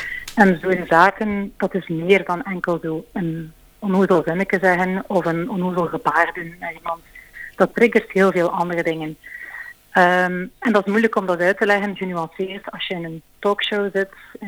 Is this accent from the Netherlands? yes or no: no; Belgium; born there; Ik ben Chinees-Indonesische-Belgische. Ik ben geboren in België.